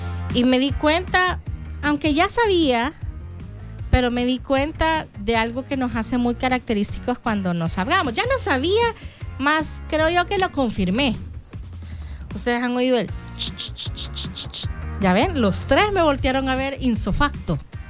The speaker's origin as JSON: {"language": "Spanish", "country": "El Salvador", "said": "confirmé que somos bien salvadoreños en muchas cosas, en demasiadas cosas."}